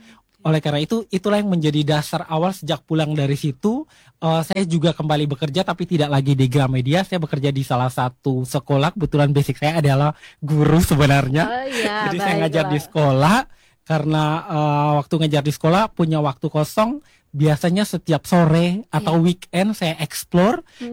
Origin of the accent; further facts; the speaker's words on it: Rote, East Nusa Tenggara, Indonesia; Kemudian karena saya asli Rote, saya tertarik saya waktu itu sebenarnya lebih kayak saya pengen pulang ke Rote dan pengen jalan-jalan sekaligus ketemu keluarga saya.